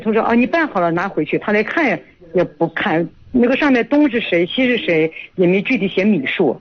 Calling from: Yuncheng, Shanxi, China; 我就在盐湖区的。

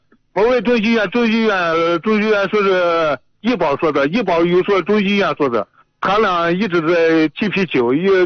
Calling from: Yuncheng, Shanxi, China; 我是玉城市盐湖区，盐湖区东国地的。

